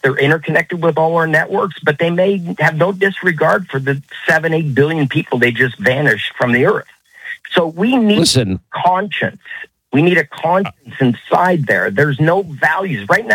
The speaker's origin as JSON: {"language": "English", "region": "Atlantic Canada", "country": "Canada", "moved": "yes", "lives_now": "United States", "said": "Yeah, I'm really from East Coast to Canada, and I moved down to San Diego in 79."}